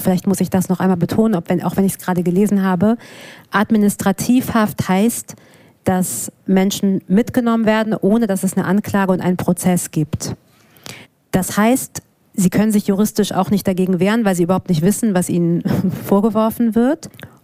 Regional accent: Germany; ich bin Deutsche. Ich bin ja sehr deutsch aufgewachsen und sozialisiert

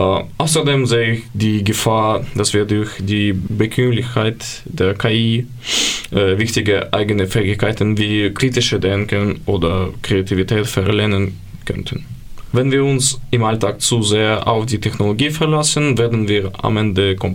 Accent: Ukraine; German is a second language; now in Nordhausen, Germany; Ich komme aus der Ukraine. Seit 4 Jahren wohne ich in Deutschland, Stadt Nordhausen.

